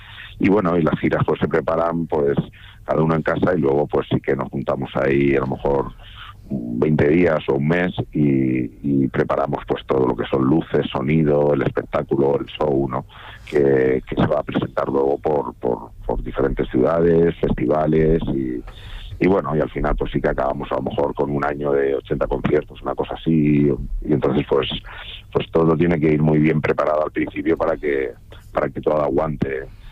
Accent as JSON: {"language": "Spanish", "town": "Murcia", "region": "Region of Murcia", "country": "Spain", "said": "pero Edu y yo, que yo soy de Murcia y Edu de Zaragoza, pues también hemos pasado muchas veces, ¿no?"}